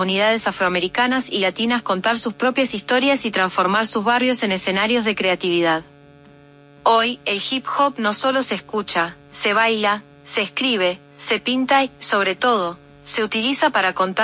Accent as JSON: {"language": "Spanish", "country": "Argentina", "lives_now": "Mexico", "said": "la argentina más mexicana."}